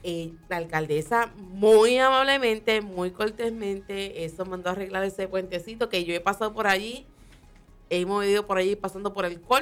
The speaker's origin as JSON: {"language": "Spanish", "town": "Fajardo", "country": "Puerto Rico", "said": "En mi pueblo, obviamente, en Fajardo"}